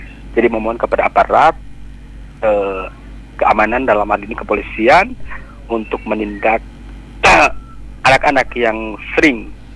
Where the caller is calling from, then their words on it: Makassar, South Sulawesi, Indonesia; Mungkin itu aja dulu dari saya, dari Makassar ya.